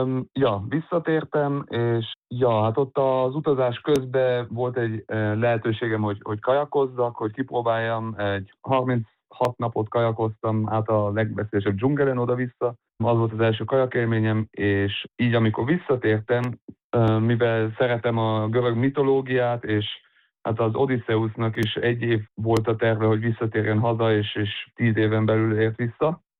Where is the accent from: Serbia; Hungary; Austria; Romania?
Austria; Innsbruck, Tyrol; két szülőm az magyar, az egész családom ott lakik Magyarországon, egy pár kivétellel, és ja, de hát ide születtem Innsbruckba, itt nőttem fel, szóval az egész életemet majdnem itt laktam